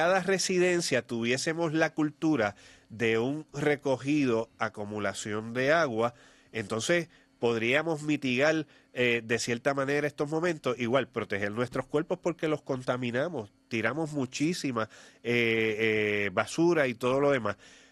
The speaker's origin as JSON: {"language": "Spanish", "country": "Puerto Rico"}